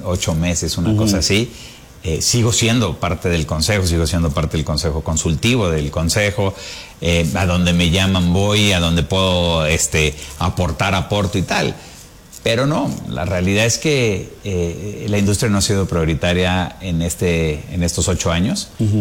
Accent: Mexico; tú y yo, que somos mexicanos

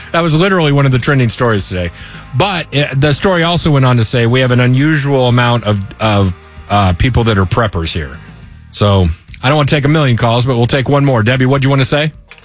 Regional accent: Colorado, United States; also born or lived in Utah; now in Tennessee, United States; I grew up in Colorado. It's an outdoor state, in case you're unaware. I lived in Utah, also an outdoor state.

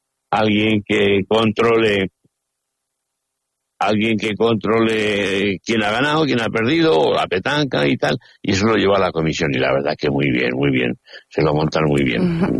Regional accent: Spain; los que somos de Verdejo y los que somos devotos de nuestra patrona

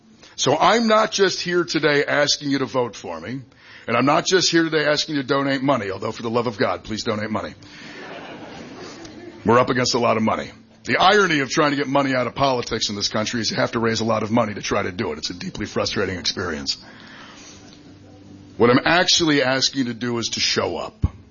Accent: Blue Hill, Maine, United States; Now, I was born in 1984 in Blue Hill, back when you could do that.

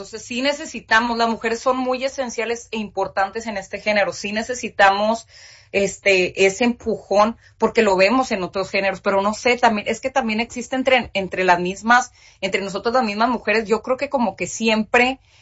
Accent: Mexico; siendo mexicanos

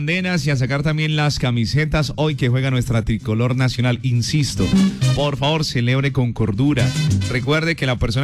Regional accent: Colombia; usted y yo somos más colombianos que nunca

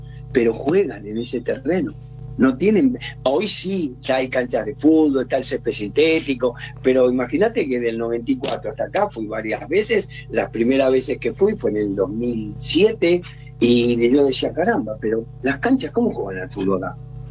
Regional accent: Argentina; yo soy argentino, tengo el corazón argentino y realmente estoy con la ansiedad de cualquier descendiente de caboverdiano

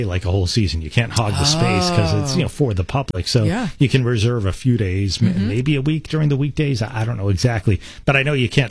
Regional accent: California, United States; I grew up in California for context and frequently went camping in Yosemite National Park.

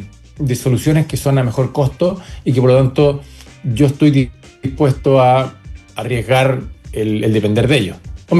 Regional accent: Chile; lo que estamos acostumbrados todos los chilenos

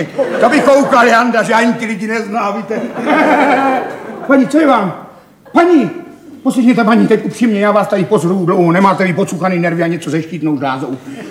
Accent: Brno, South Moravian Region, Czechia; born or raised there

